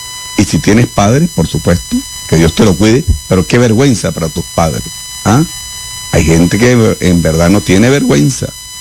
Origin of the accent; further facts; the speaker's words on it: Venezuela; como somos el pueblo de la República Bolivariana de Venezuela.